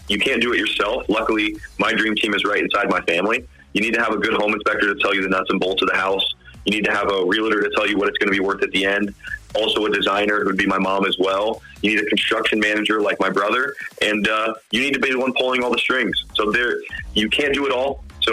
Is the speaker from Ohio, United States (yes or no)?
yes; Columbus, Ohio, United States; Every house, and I'm born and raised in Columbus. Everything is done in Central Ohio.